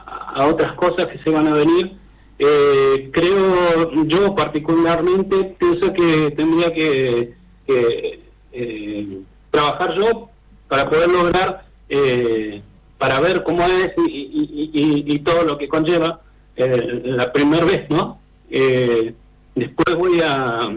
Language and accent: Spanish; Zapala, Neuquén, Argentina; representar a mi pueblo acá, a Zapala.